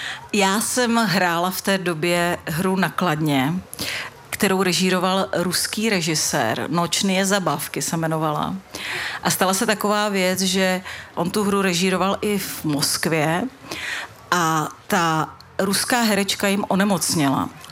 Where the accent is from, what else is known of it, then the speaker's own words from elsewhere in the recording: Ahníkov, Ústí nad Labem Region, Czechia; Z dnešního pohledu depresivní, tak jsou to Sudety, ale já jsem prožila rané dětství v Ahníkově s důchodci, protože to byla taková ta oblast, kam se stěhovali lidi po válce